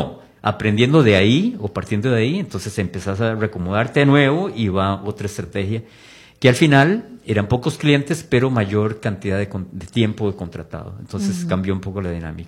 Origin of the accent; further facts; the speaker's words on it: Costa Rica; nos damos cuenta de lo que hacemos los ticos